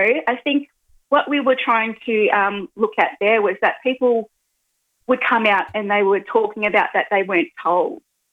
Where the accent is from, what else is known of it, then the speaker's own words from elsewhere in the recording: Victoria, Australia; I grew up with my mum and my mother's mob. So I'm, you know, don't hold it against me. I grew up in Victoria.